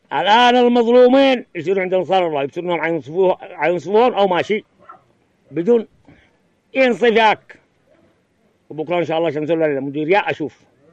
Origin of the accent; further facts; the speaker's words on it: Yemen; نحن أخوة، نحن مسلمين، كلنا نحن يمنيين.